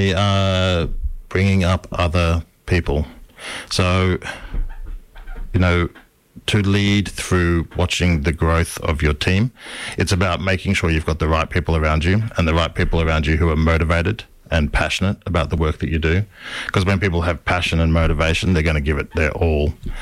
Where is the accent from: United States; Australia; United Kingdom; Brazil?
Australia; Melbourne, Victoria; now in Daylesford, Australia; I grew up in Melbourne, but in the eastern suburbs, and a lot of my extended family are from the country. So would be out in the country on holidays and for family events, but I guess a city boy originally.